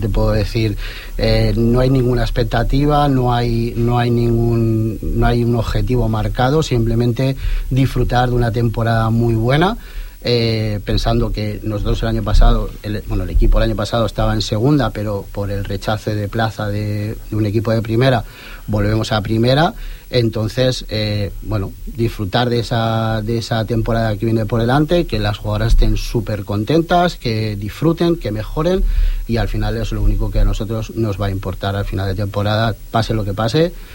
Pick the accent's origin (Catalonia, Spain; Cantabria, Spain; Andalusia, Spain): Catalonia, Spain; L'Hospitalet de Llobregat; porque nosotros somos de Hospitalet y al final, pues bueno, hemos dado un paso hacia adelante